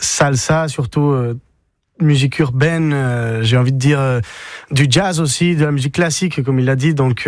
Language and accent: French; Colombia; now in Nancy, France; Colombie, on a Alvaro, Sarah